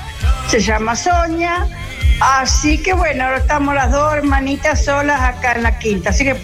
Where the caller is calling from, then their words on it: Rancul, La Pampa, Argentina; de Arancul.